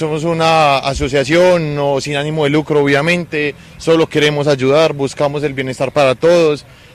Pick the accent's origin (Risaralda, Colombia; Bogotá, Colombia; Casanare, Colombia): Risaralda, Colombia; Pereira; Somos pereiranos, lo hemos luchado.